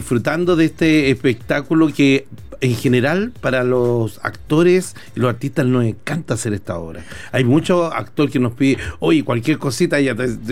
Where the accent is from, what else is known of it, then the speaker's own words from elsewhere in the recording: Punta Arenas, Magallanes, Chile; accent: Magallanes; Todo por el acento, porque uno viene con el acento de Magallanes.